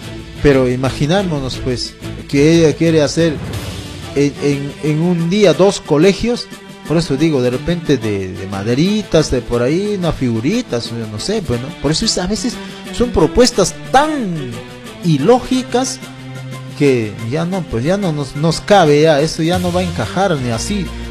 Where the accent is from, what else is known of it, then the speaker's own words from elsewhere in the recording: Ricrán, Junín, Peru; nacido natural de Jauja, la provincia o distrito de Ricrán